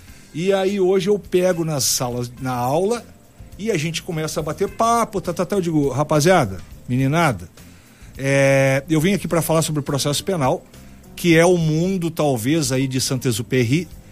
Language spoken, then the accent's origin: Portuguese; Santa Cruz do Sul, Rio Grande do Sul, Brazil; Eu sou de Santa Cruz do Sul.